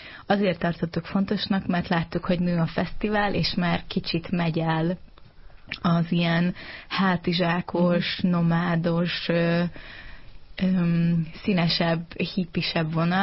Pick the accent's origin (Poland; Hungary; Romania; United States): Hungary; Győr-Moson-Sopron; Én Györmellől származom, és a családom azóta is ott él, és a középiskola után Pécsre mentem tanulni.